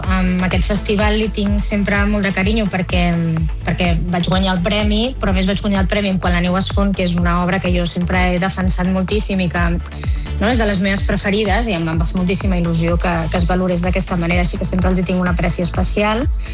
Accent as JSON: {"language": "Catalan", "town": "El Prat de Llobregat", "region": "Catalonia", "country": "Spain", "said": "jo sóc del Prat"}